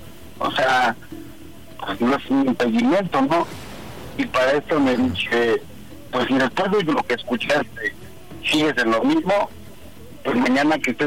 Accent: Tlalnepantla, State of Mexico, Mexico; 42 años, soy de Tlalnepantla.

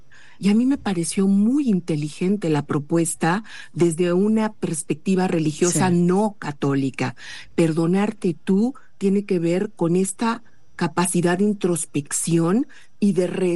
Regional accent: Mexico; nosotros, como mexicanos

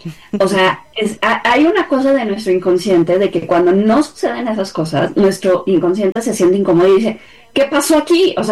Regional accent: Mexico; a mí, como mexicana, me pareció un cierre muy coherente.

